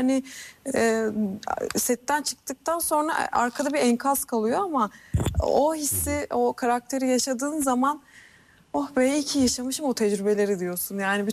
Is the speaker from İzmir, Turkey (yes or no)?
no; Ankara, Turkey; now in Istanbul, Turkey